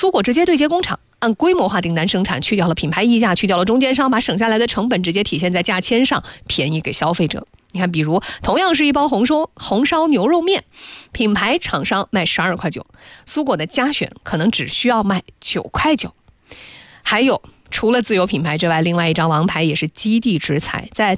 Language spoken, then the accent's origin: Chinese; Jiangsu, China; 作为我们江苏人，尤其是南京人